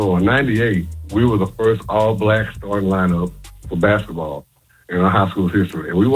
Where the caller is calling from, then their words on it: Fort Worth, Texas, United States; Well, I mean, I'm in Houston, but I'm from Fort Worth.